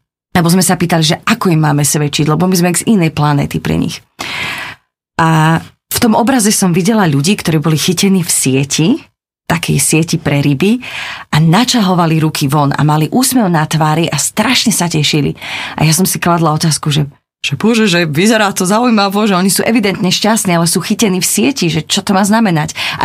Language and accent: Slovak; eastern Slovakia, Slovakia; accent: East Slovak; Ja som tiež z východu.